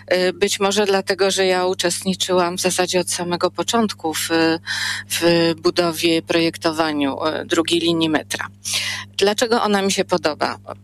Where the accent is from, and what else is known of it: Warsaw, Masovian Voivodeship, Poland